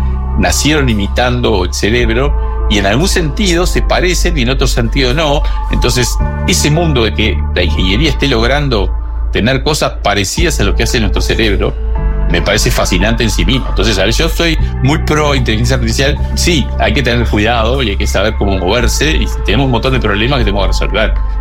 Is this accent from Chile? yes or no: no; Uruguay; te hablo de Uruguay